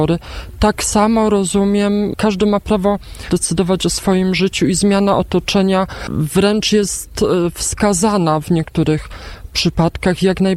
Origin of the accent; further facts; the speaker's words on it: Czeladź, Silesian Voivodeship, Poland; Ja urodziłam się i pochodzę z Czeladzi, nadal mieszkam w Czeladzi w Zagłębiu Dąbrowskim